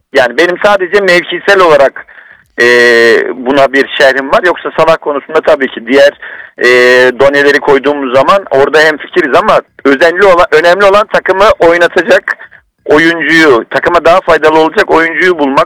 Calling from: Trabzon, Turkey; Trabzon'dan arıyorum.

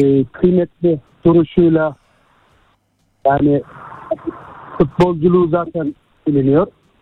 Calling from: Istanbul, Turkey; İstanbul'dan arıyorum.

